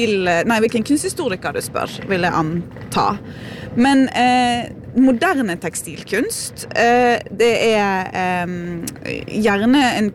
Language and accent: Norwegian; Bergen, Vestland, Norway; also born or lived in Kaupanger, Sogndal; Jeg kommer fra Bergen, men jeg har vokst opp 2 år, til jeg var 2 år, i Kaupanger i Sogndal.